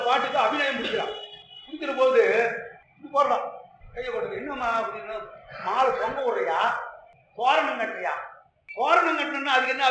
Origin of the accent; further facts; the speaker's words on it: Kanchipuram, Tamil Nadu, India; நான் காஞ்சிபுரத்தை சேர்ந்தவன்றதுனால